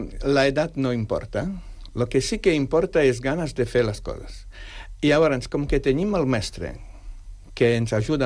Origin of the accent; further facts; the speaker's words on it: Catalonia, Spain; also born or lived in Poland; Jo, com que sóc català nascut a Polònia